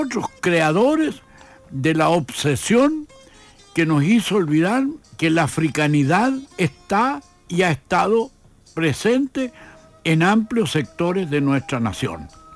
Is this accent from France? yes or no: no; Chile